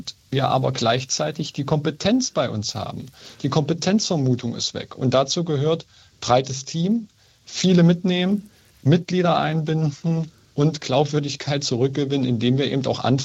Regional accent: Saxony-Anhalt, Germany; dass unsere Heimat, dass meine Heimat Sachsen-Anhalt wieder auf den richtigen Weg kommt.

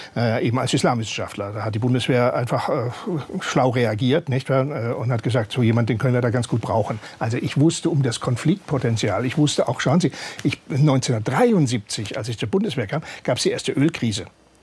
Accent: Baden-Württemberg, Germany; Ich komme aus Südbaden und da ist alles sehr badisch und sehr lieb und behäbig und ja.

